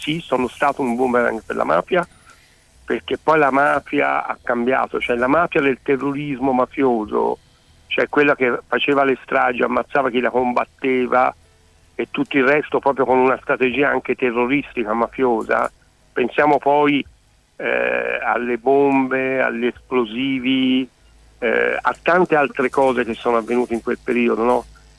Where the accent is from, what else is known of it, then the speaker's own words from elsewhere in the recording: Sicily, Italy; moved away; io da siciliano trapiantato in Toscana ci ho partecipato anch'io